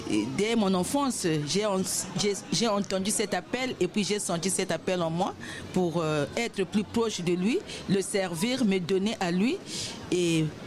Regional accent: Republic of the Congo; moved away as an adult; now in Amiens, France; je suis religieuse, je me présente aussi, je viens du Congo Brazzaville.

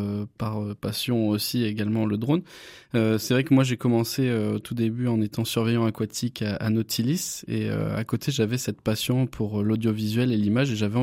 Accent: Nersac, Nouvelle-Aquitaine, France; angoumoisin, pure souche. Je suis d'origine de Nersac, donc j'ai toujours grandi autour d'Angoulême.

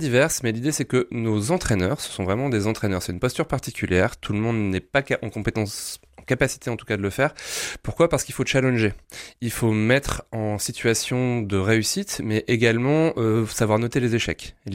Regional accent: Lille, Hauts-de-France, France; je suis nordiste, j'ai eu la chance de voyager beaucoup, mais je reviendrai toujours à Lille.

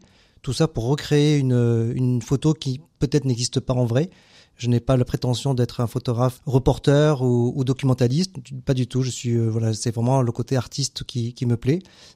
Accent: Montpellier, Occitanie, France; Je suis un Montpellierin pure souche, donc j'ai toujours grandi en ville.

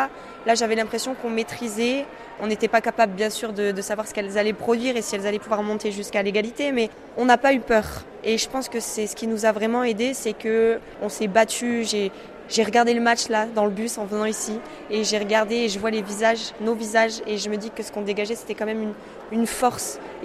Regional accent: Marseille, Provence-Alpes-Côte d'Azur, France; je suis marseillaise

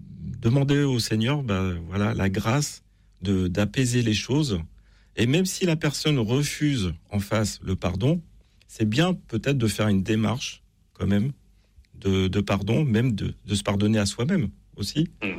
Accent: Brittany, France; je suis breton.

